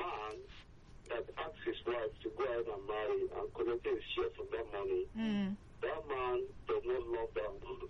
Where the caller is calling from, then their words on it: Lagos, Nigeria; Ebutemeta.